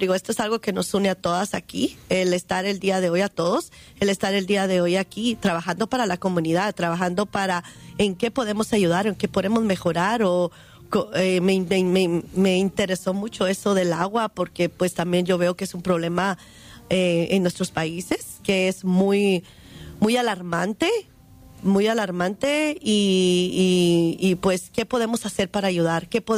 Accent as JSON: {"language": "Spanish", "country": "Guatemala", "moved": "yes", "said": "yo también muy orgullosa de ser guatemalteca"}